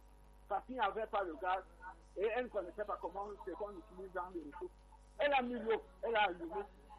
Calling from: Cameroon; Sommes Africains, nous sommes Camerounais.

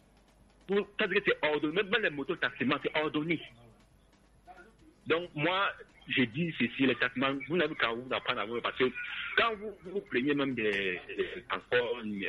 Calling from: Mokolo, Far North, Cameroon; je vous appelle depuis Mokolo.

